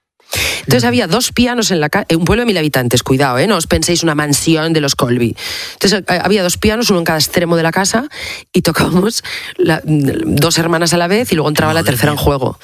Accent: Asturias, Spain; Mi pueblo mola un montón, pero hace 40 años era una cosa... A ver, muy chiquitilla. O sea, quieres, yo a los chavales se lo cuento o en las entrevistas lo hablo. Asturias, hace 40 años, bueno, España, pero Asturias

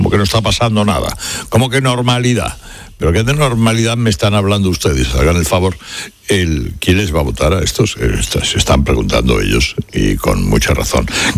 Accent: Ceuta, Spain; el propio soy de Ceuta, como es lógico.

